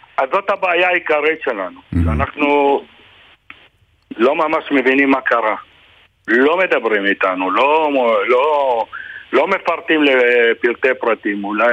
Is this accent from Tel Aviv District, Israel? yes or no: no; Margaliot, Northern District, Israel; born there; אני נולדתי פה.